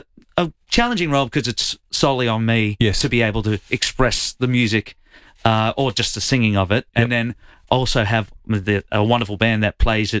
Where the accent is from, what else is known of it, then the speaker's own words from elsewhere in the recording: Sydney, New South Wales, Australia; I'm still here in Australia. I'm from Sydney.